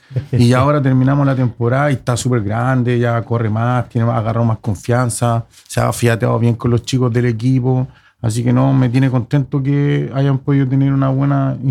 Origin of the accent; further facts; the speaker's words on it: Concón, Valparaíso, Chile; yo soy de Concón. Yo vivo en Concón, o sea, mi familia, mi padre, yo me crié en Concón, nací en Concón.